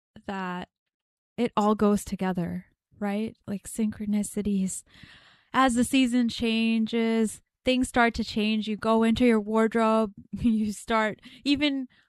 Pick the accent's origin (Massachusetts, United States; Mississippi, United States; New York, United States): Massachusetts, United States; I'm from Massachusetts, Rachel's from New Hampshire, so I always want to be like, oh yeah, Massachusetts, but I'll say New England.